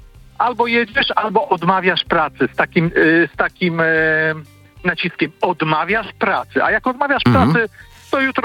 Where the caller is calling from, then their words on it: Warsaw, Masovian Voivodeship, Poland; czyli Warszawa